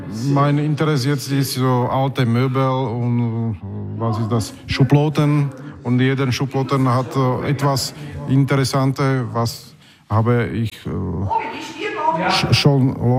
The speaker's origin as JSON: {"language": "German", "town": "Bratislava", "region": "Bratislava Region", "country": "Slovakia", "second_language": "German", "said": "Ich bin aus Pressburg in Bratislava, Slowakei."}